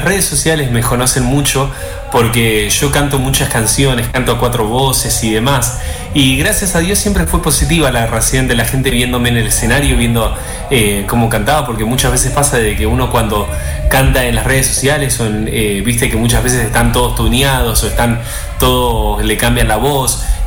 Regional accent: Mar del Plata, Buenos Aires Province, Argentina; Soy marplatense, exactamente.

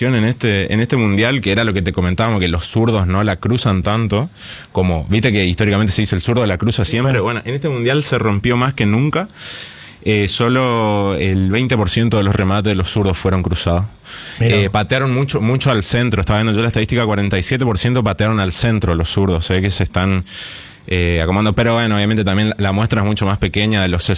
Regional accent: Argentina; como Argentina sufrimos un poco esta campaña de desprestigio

